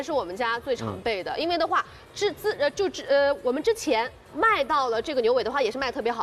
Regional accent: Shanghai, China; 今天是清明节，我们上海人都特别讲究时令的啊。

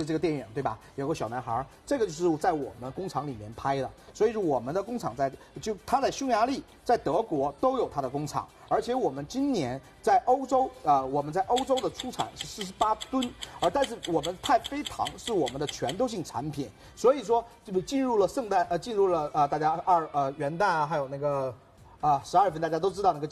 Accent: Northeast China, China; 因为我是北方人啊。其实我北方人

